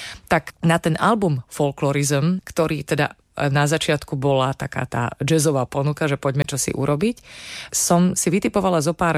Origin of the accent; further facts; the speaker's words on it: Pezinok, Bratislava Region, Slovakia; pochádzam zo západného Slovenska, z takej oblasti, ktorá možno folklórne nie je až taká silná, taká známa, z takej malokarpatskej, niekedy samostatnej dediny, dnes je to súčasť Pezinka, volá sa to Grinava. Mám aj po predkoch takéže nemecké korene